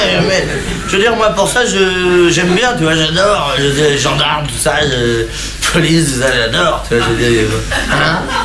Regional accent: France

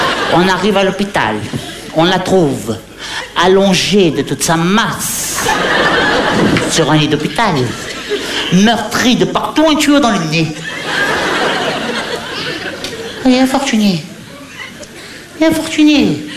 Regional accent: Hauts-de-France, France; Mais non, je suis du Pas-de-Calais. Je suis Pas-de-Calais.

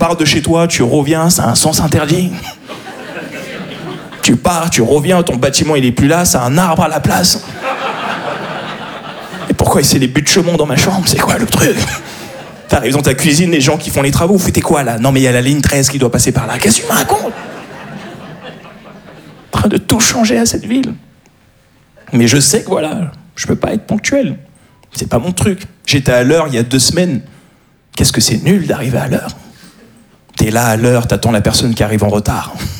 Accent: Paris, Île-de-France, France; Je suis un Parisien, voilà ce que je suis.

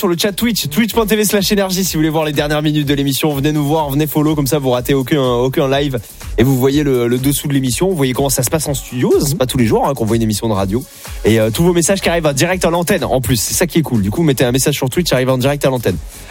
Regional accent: Mont-de-Marsan, Nouvelle-Aquitaine, France; moi je viens d'une petite ville de Mont-de-Marsan

